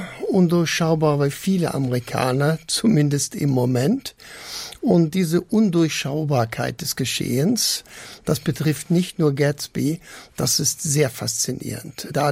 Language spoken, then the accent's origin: German; Southern Germany, Germany; Ich bin in Süddeutschland groß geworden.